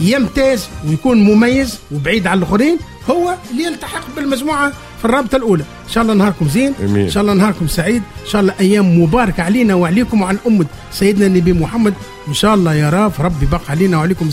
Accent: Tunisia; وخاصة لهنا عندنا في تونس اللي باش يلعبوا البراج تاع القسم الثاني للصعود الى القسم الاول

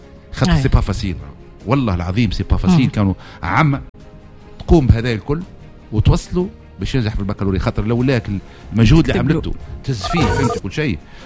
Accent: Tunisia

